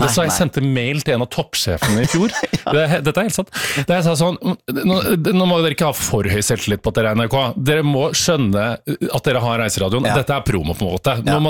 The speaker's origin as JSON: {"language": "Norwegian", "region": "Trøndelag", "country": "Norway", "accent": "Trøndersk", "moved": "yes", "said": "For jeg er egentlig trønder."}